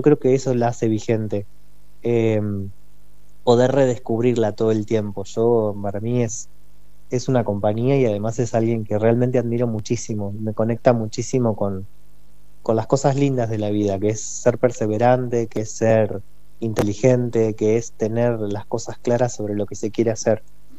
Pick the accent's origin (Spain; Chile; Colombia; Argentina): Argentina; lo maravilloso que somos los argentinos